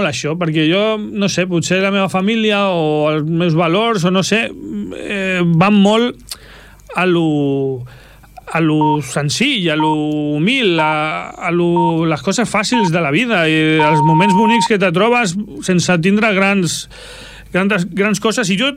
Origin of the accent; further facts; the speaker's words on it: Esplugues de Llobregat, Catalonia, Spain; és una ciutat, però per mi d'alguna manera és el meu poble